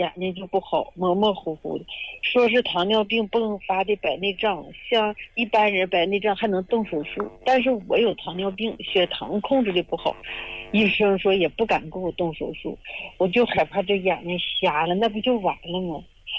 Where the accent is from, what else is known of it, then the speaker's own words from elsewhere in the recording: Jilin City, Jilin, China; 我家是吉林市的，我今年59了。